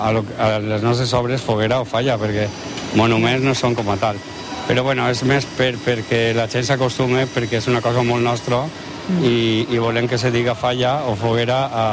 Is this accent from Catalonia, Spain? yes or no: no; Gandia, Valencian Community, Spain; born there; Sí, a més és el meu barri d'on vaig néixer jo, que va ser en Corea.